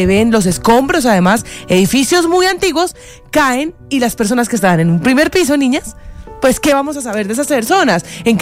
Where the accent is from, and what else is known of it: Colombia